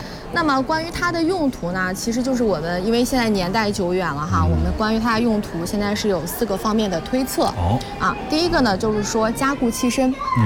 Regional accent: Henan, China; 像咱们河南人一样，是不是特别实在？

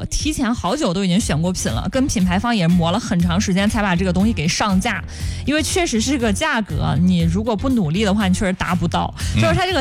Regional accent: northern China, China; 我作为一个北方人，

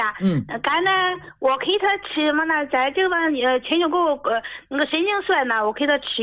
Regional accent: Dalian, Liaoning, China; accent: Dalian; 我是大连的朋友。

